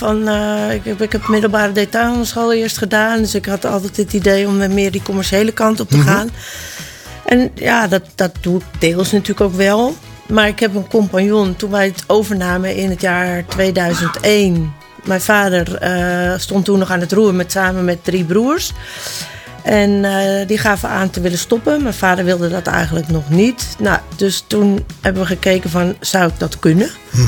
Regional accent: Uithoorn, North Holland, Netherlands; moved away as an adult; now in Aalsmeer, Netherlands; woonachtig in Aalsmeer sinds het jaar 2000. Ik kom hier oorspronkelijk eigenlijk niet vandaan. Ik ben namelijk geboren en getogen in Uithoorn.

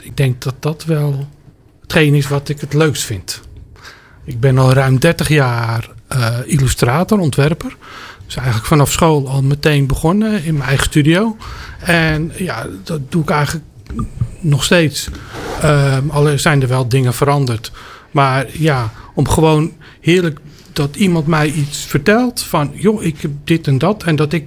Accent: Mijdrecht, Utrecht, Netherlands; now in Nieuwveen, Netherlands; Oorspronkelijk kom ik uit Meidrecht. Nu woon ik in Nieuwveen.

